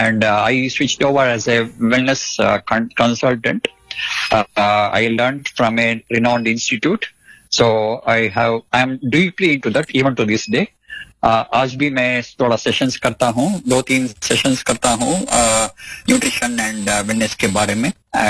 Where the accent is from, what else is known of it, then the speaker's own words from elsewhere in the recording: Bangalore, Karnataka, India; first language Telugu; Hindi is a second language; मैं बैंगलोर से हूँ। I was born and brought up in Bangalore and I M A Karnataka by birth, even though मेरा mother tongue Telugu है।